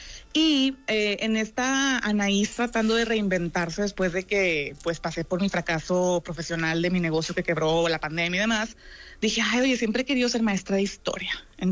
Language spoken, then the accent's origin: Spanish; Mexico; vale la pena entenderla por como mexicanos y saber qué celebramos ayer.